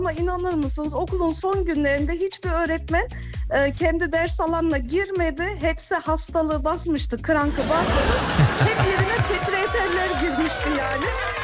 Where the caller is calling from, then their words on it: Stuttgart, Baden-Württemberg, Germany; Ben Stuttgart'tan arıyorum.